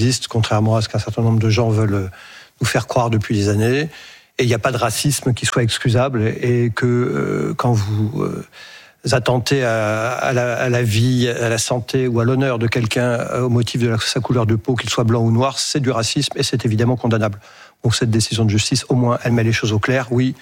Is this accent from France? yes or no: yes; France; On est français.